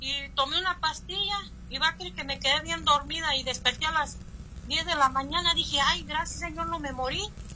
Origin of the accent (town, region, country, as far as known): Pénjamo, Guanajuato, Mexico; born or raised there; moved away as an adult; also born or lived in Baja California; now in United States